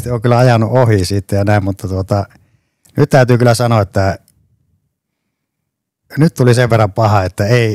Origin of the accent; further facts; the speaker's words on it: Oulu, North Ostrobothnia, Finland; No mäkin olen ihan paljasjalkainen oululainen